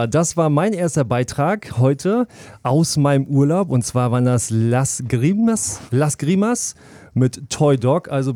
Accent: Northern Germany, Germany; als Kartoffel, als Norddeutscher

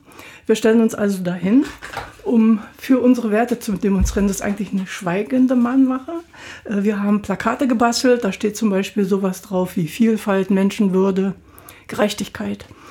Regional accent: Prenzlau, Brandenburg, Germany; born there; Ich bin in Prenzlau geboren.

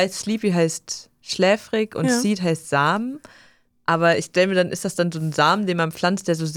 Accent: Cologne, North Rhine-Westphalia, Germany; Ich komme übrigens aus Köln.

